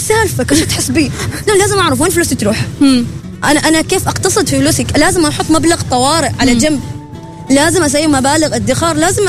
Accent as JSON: {"language": "Arabic", "country": "Oman", "said": "مجرد ما يعرفوا أنه أنا خليجية أنا عمانية"}